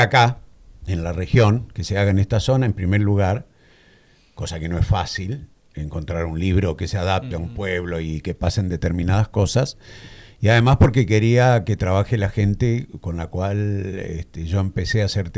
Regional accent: Avellaneda, Santa Fe, Argentina; moved away; also born or lived in Buenos Aires; Yo soy de acá, de esta zona

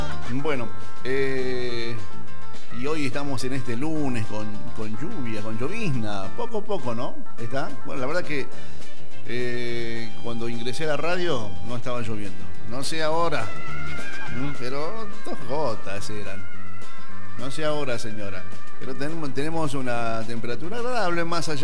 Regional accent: Argentina; Ya soy argentino

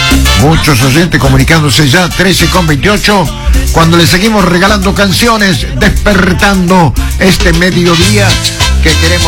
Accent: Córdoba, Argentina

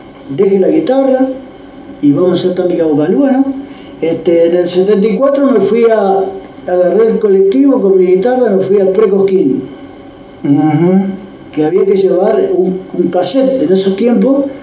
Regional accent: Santo Tomé, Santa Fe, Argentina; born there; also born or lived in Santa Fe (Candioti Norte), Argentina; Ahí mi viejo pasaba películas, y yo vivía un tiempo allí, después nos fuimos a Santo Tomé.

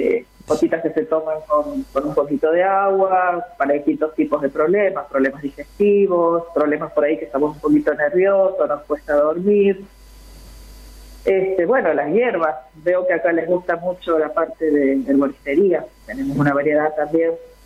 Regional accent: San Luis, Argentina; moved away as an adult; also born or lived in Villa Gesell; now in General Madariaga, Argentina; Sí, yo vengo de San Luis. Hace 20 años me instalé en Villa Gesell. Y bueno, ahora llegué acá, a Madariaga.

